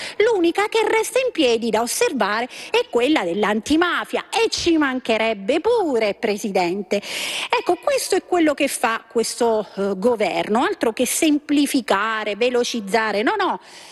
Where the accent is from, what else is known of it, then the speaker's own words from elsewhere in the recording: Abruzzo, Italy; io sono abruzzese, in terra d'Abruzzo la Corte dei Conti certifica una mala gestione di questi fondi del PNRR